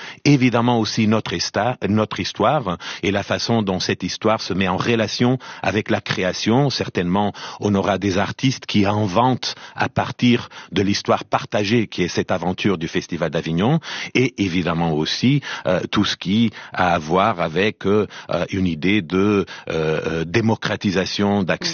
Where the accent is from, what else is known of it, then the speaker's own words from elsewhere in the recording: Portugal; et je parle avec complètement à l'aise parce que je suis portugais